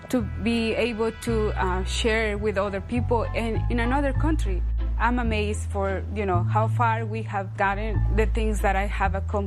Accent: Mexico; English is a second language; Personally, myself, I was with the need of feeling connected to my home country. Preserving and sharing my culture as a Mexican, but also as a Hispanic, it's a lot.

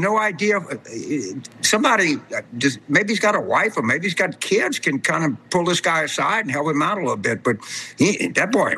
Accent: Southern United States, United States; as a Southerner and as a football fan, as an SEC fan, as a proud guy

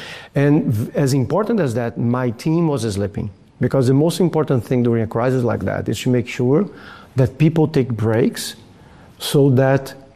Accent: Brazil; now in Abu Dhabi, United Arab Emirates; I traveled to my home country in Brazil

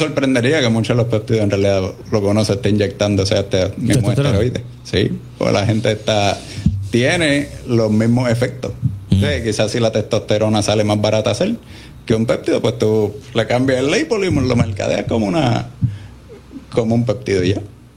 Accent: Puerto Rico; como gente, como puertorriqueños, después como americanos y como civilización occidental cristiana

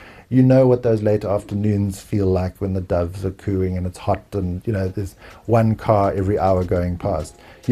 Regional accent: South Africa; So I had to set it in South Africa because as a South African, you have a feel for how South Africans speak

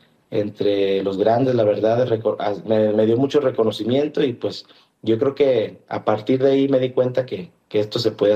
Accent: Jiquilpan, Michoacán, Mexico

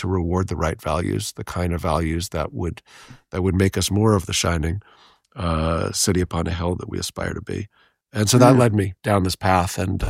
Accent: New York City, New York, United States; So I'm a New Yorker through and through. I'm a fourth generation New Yorker. And I grew up in New York during what, prior to the present moment, really had been kind of the prior peak homelessness crisis in New York in the 1970s, 1980s

